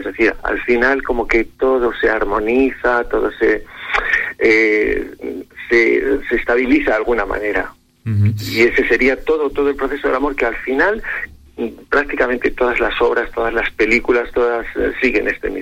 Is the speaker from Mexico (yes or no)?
no; Fontiveros, Castile and León, Spain; also born or lived in Medina del Campo; now in Arévalo, Spain; yo vengo de Fontiveros, estoy en Arévalo ahora